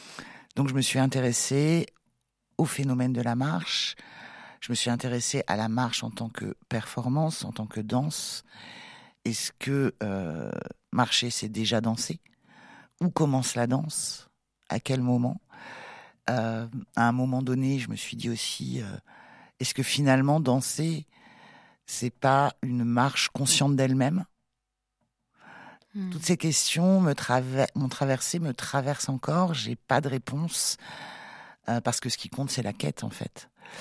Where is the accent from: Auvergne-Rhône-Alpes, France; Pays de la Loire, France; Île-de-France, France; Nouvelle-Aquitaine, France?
Pays de la Loire, France; Nantes; moved away as an adult; also born or lived in Saint-Herblain / Brière; now in Ardèche, France; J'ai grandi à Nantes, Saint-Herblain, puis je suis partie en Brière, près de Saint-Nazaire, et j'y suis restée jusqu'à mes 18 ans. Ensuite j'ai bourlingué, bref, à 33 ans, j'ai emménagé en Ardèche